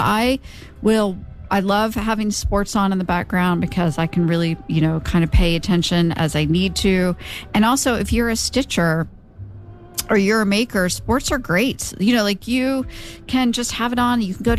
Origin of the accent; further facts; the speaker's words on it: Oklahoma, United States; growing up in Oklahoma and growing up in the 70s and 80s